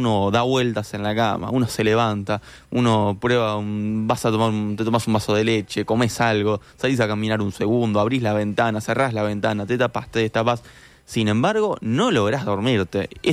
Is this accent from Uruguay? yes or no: yes; Uruguay